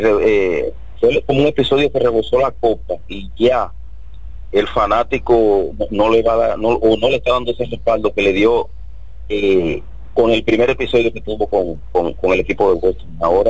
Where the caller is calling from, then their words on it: Santiago de los Caballeros, Santiago, Dominican Republic; En Santiago de los Caballeros